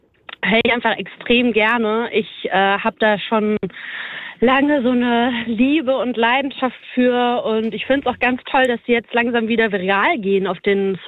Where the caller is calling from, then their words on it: Leverkusen, North Rhine-Westphalia, Germany; Wir kommen eigentlich aus Leverkusen.